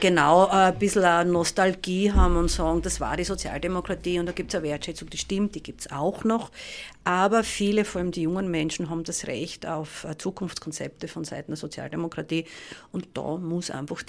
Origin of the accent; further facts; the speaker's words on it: Styria, Austria; ich komme aus der Weststeiermark